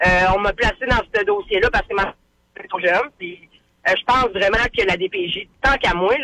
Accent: Quebec, Canada; Puis, parce que je viens de la Côte-Nord.

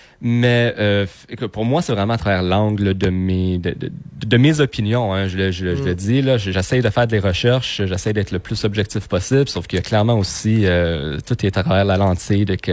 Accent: Montreal, Quebec, Canada; Je viens de Montréal. Je suis okay. De l'ouest de l'île, sauf que mes deux parents sont Québécois Pureland. Je suis Pureland, donc français, c'est ma langue.

